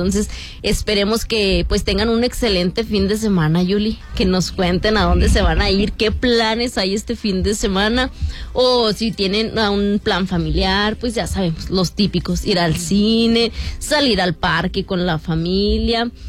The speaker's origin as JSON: {"language": "Spanish", "country": "Mexico"}